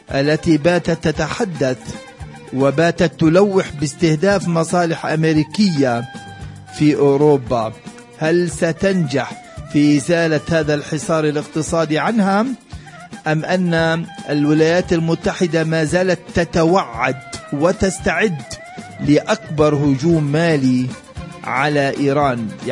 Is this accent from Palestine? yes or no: yes; Palestine; أمور كثيرة بتتعلق بواقعنا كفلسطينيين